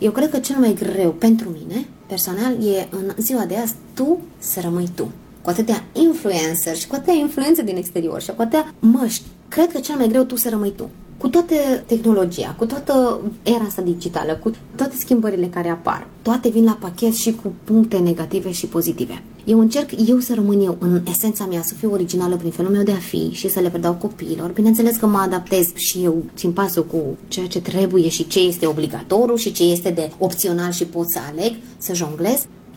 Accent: Romania; now in Hungary; eu sunt româncă, dar nu știu bine ungurește.

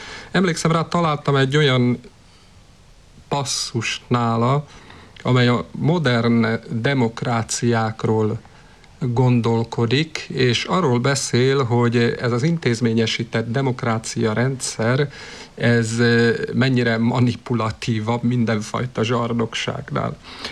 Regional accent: Hungary; moved away; Én ebben a faluban születtem, és gyerekkorom nagy része ebben a faluban telt el.

